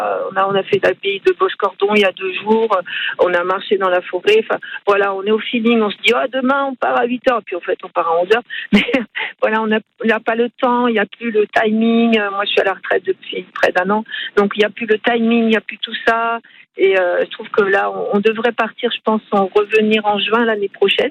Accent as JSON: {"language": "French", "town": "Orléans", "region": "Centre-Val de Loire", "country": "France", "lives_now": "Marseille, France", "said": "Je suis d'Orléans, je ne suis pas du Sud. Donc, ça fait 26 ans qu'on est à Marseille"}